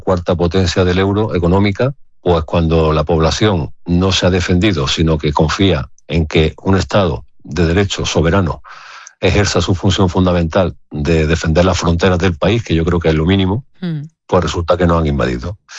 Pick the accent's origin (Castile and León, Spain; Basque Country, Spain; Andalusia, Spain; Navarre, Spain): Andalusia, Spain; Cabra; now in Ceuta, Spain; como dicen en mi pueblo, gente de Cabra